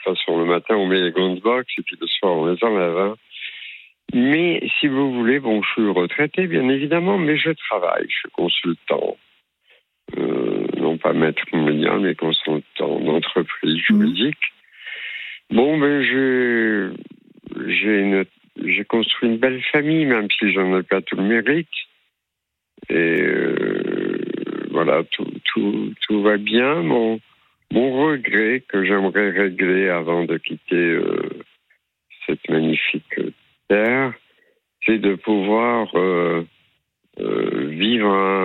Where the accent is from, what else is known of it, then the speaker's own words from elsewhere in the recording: Chlef, Chlef Province, Algeria; born there; now in southern France; Je suis né en Algérie de culture juive. Donc les grandes familles. Je suis né à Orléansville.